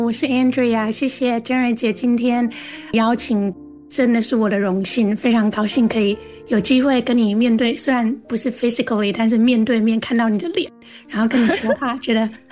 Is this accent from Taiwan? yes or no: yes; Taiwan; first language Mandarin Chinese; 我是在台湾出生长大的，那我爸爸是闽南人，我妈妈是客家人，所以我们家主要的语言就是中文。